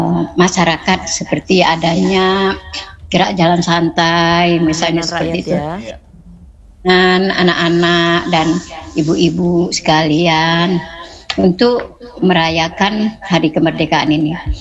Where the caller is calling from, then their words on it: Tanjungpinang, Riau Islands, Indonesia; kami warga RT1 RW03 Kampung Bulang.